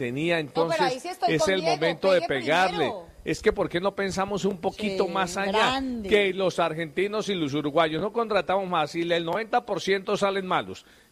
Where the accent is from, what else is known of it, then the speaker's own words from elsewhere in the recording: Colombia; yo como dirigente colombiano estaría viajando ya a Atlanta